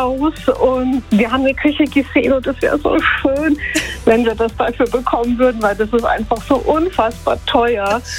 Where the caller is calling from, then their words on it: Krailling, Bavaria, Germany; Ich komme aus Kreiling